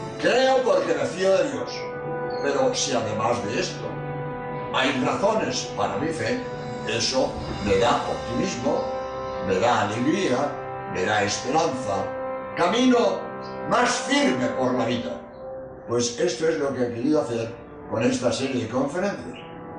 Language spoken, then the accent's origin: Spanish; Spain; soy jesuita español